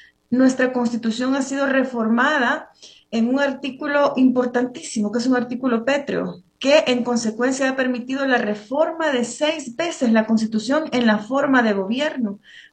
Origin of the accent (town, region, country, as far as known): El Salvador; moved away as an adult; now in Mexico